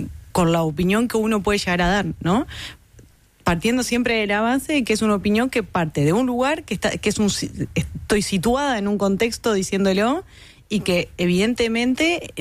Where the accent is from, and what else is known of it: Uruguay